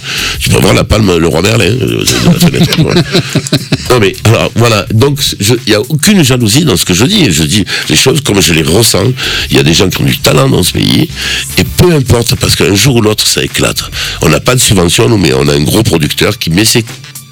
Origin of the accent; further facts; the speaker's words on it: Corsica, France; born there; moved away; Quand j'arrive en Corse, je parle Corse.